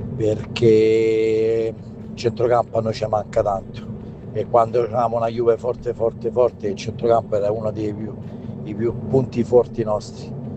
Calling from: Rome, Lazio, Italy

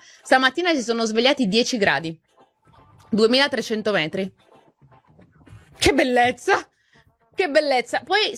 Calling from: Perugia, Umbria, Italy; Buongiorno Radio Bianconera … sono di Perugia.

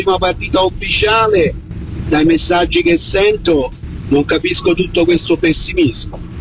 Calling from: Toronto, Ontario, Canada; Buongiorno … da Toronto.

